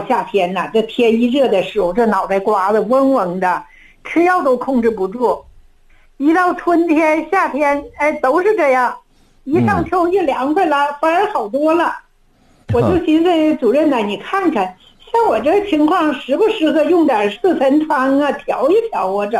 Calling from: Heilongjiang, China; accent: northern; 对，我是黑龙江的。

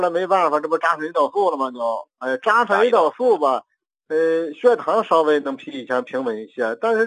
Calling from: Tianjin, China; 我是天津的，今年呢76了。

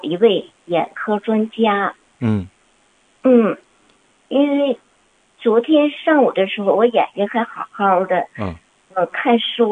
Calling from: Heilongjiang, China; 我们黑龙江人

